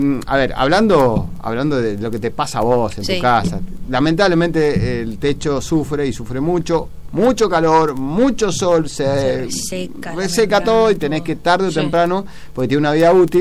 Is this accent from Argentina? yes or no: yes; Mendoza, Argentina; No, somos todos mendocinos. Somos todos los mendocinos.